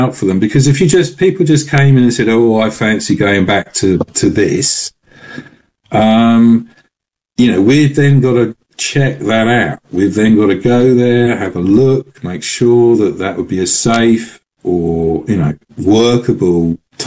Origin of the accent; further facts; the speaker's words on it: London, United Kingdom; as a Londoner, you know, I'm fascinated by, at that point, the biggest city in Europe